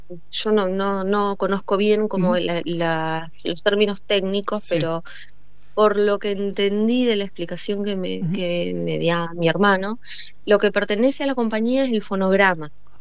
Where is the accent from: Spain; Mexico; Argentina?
Argentina